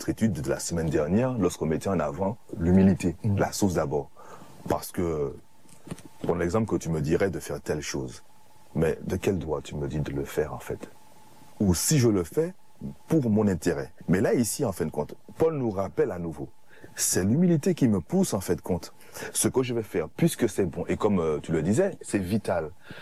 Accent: Martinique; une expression que nous avons chez nous en Martinique

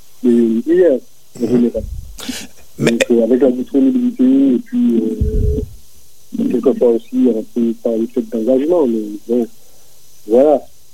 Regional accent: Guadeloupe; now in Lyon, France; Peut-être que tu ne te rappelles pas de moi, mais ça fait longtemps que j'ai quitté la Guadeloupe.

